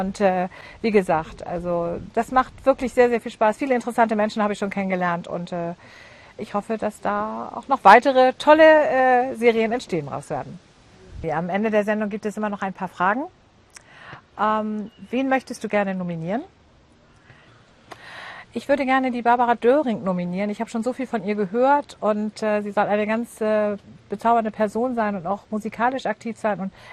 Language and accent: German; Hamburg, Germany; dann bin ich natürlich in Hamburg, in meiner Heimatstadt.